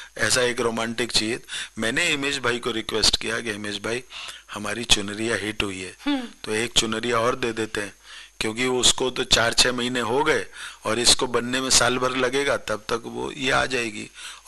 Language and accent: Hindi; Haryana, India; देखिए, ये मैं हरियाणा का रहने वाला हूँ।